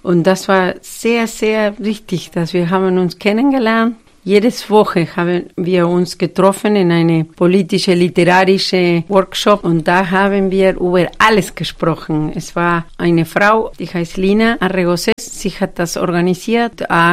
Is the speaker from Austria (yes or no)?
no; Argentina; German is a second language; weil ich komme aus Argentinien